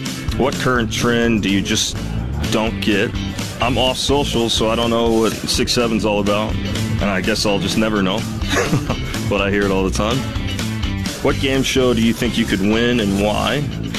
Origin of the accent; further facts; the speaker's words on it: the South, United States; I'm from the South, so I like gumbo. I like chicken and dumplings, like red beans and rice.